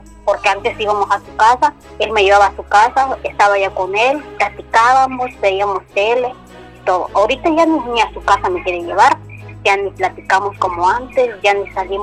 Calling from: Chetumal, Quintana Roo, Mexico

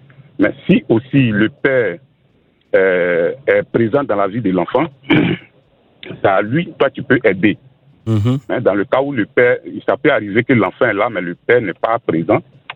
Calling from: Abidjan, Côte d’Ivoire; j'appelle de Yopougon.

